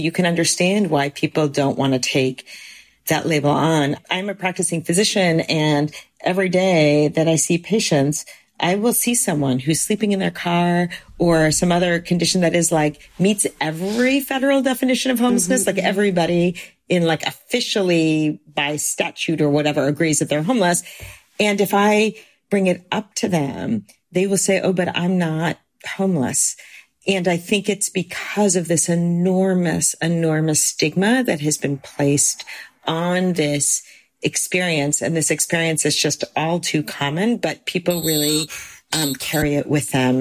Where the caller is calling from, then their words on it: California, United States; I'm calling in from the Bay Area.